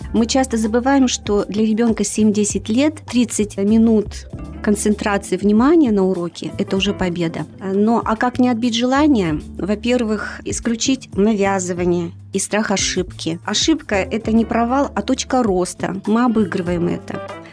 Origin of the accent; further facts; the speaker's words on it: Kopeysk, Chelyabinsk Oblast, Russia; born there; я сама родилась в Копейске, и я здесь живу и творю